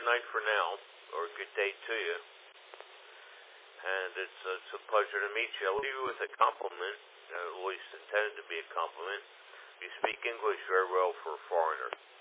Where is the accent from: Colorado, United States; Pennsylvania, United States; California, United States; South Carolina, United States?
Pennsylvania, United States; I'm born and raised near Philadelphia, Pennsylvania, which is located in between in between Washington, D.C. to the south and New York City to the north.